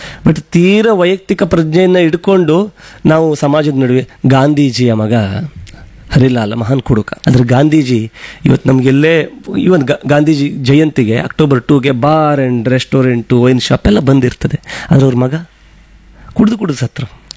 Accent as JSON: {"language": "Kannada", "town": "Kundapura", "region": "Karnataka", "country": "India", "said": "ನಾವು ಕುಂದಾಪುರ ತುಳುವವರೆಲ್ಲ"}